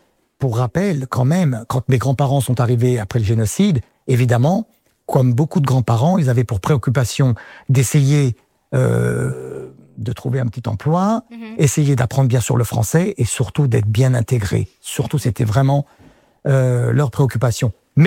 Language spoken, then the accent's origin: French; Alfortville, Île-de-France, France; parce que moi j'ai vécu qu'à Alfortville, hein, j'ai grandi à